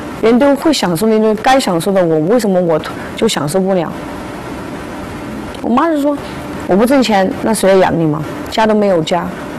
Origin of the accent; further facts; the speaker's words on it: Zunyi, Guizhou, China; 还放了我们遵义那边那个折耳根榄的那个辣椒水到了里面